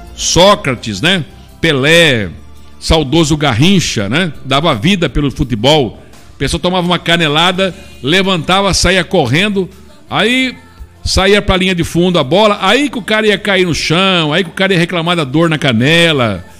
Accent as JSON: {"language": "Portuguese", "country": "Brazil", "said": "Somos brasileiros"}